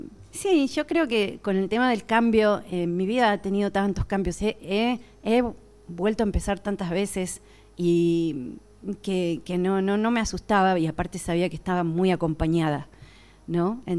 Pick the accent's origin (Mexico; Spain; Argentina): Argentina; moved away as an adult; also born or lived in Australia; now in Capilla del Monte, Argentina; volver a la Argentina